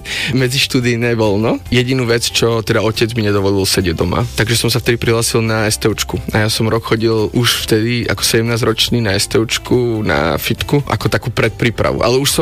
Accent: Bratislava, Bratislava Region, Slovakia; ja som teda sa narodil na Kramároch, nie až tak ďaleko odtiaľ, to som rodený Bratislavčan. A tu som vlastne vyrastal na základnej škole v Ružinove

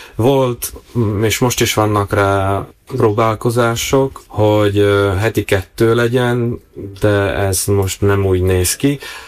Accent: Galanta, Trnava Region, Slovakia; moved away as an adult; now in Prague, Czech Republic; Galántán születtem, Galántán nevelkedtem.

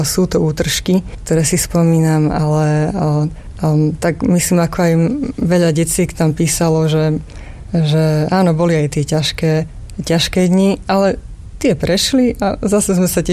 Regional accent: Prešov, Prešov Region, Slovakia; Mňa už vlastne nechceli liečiť ani v Prešove, odkiaľ pochádzam, ani v Košiciach

